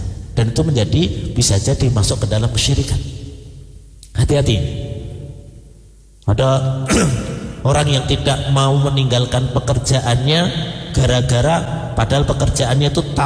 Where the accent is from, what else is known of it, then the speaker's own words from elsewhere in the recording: Central Java, Indonesia; kami kan orang Bekonang ya.